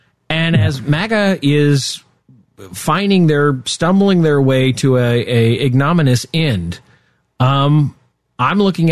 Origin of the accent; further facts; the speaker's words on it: Nebraska, United States; moved away; But here's the thing is that when I grew up in Nebraska